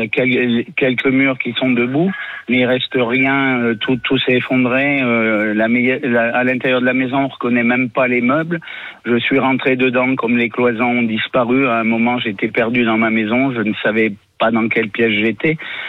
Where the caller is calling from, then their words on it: Le Porge, Nouvelle-Aquitaine, France; ça fait que 15 ans que j'habite au Porge.